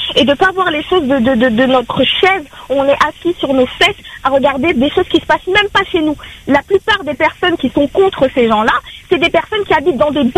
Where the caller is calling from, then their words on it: France; Moi je suis française, hein, complètement.